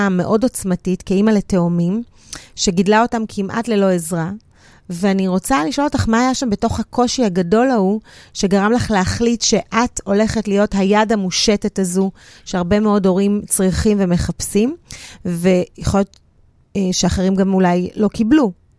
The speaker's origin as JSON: {"language": "Hebrew", "town": "Jerusalem", "region": "Jerusalem District", "country": "Israel", "said": "אני שרופה, אני ירושלמית"}